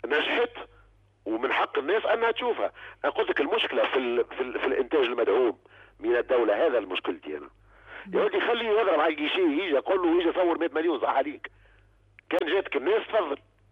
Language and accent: Arabic; Tunisia